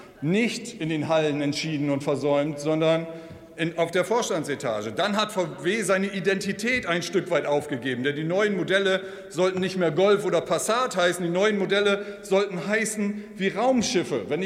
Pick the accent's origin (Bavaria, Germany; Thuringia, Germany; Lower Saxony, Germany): Lower Saxony, Germany; Emden; ich komme aus Ostfriesland, ich gebe es mal zu, ich komme aus Emden, aus dem äußersten Nordwesten der Bundesrepublik.